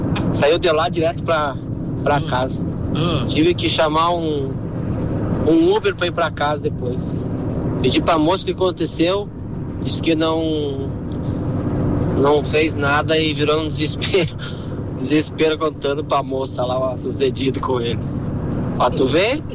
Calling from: Rio Grande do Sul, Brazil; Sou aqui do Rio Grande do Sul.

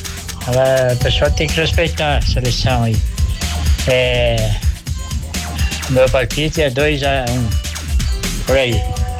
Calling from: Santa Luzia, Brazil; Eu sou de Santa Luzia.

